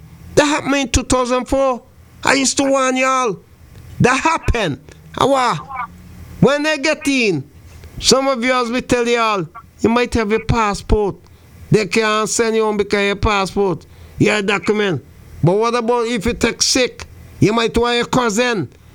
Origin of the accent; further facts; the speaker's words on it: St. Vincent & Grenadines; now in Antigua and Barbuda; What are you in my hometown, St. Vincent?